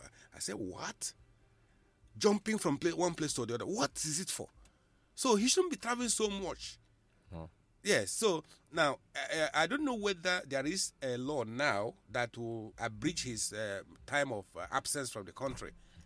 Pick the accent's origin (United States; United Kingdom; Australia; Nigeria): Nigeria; I'm a Nigerian citizen, and the absence of the government, of the president, is affecting me as a citizen.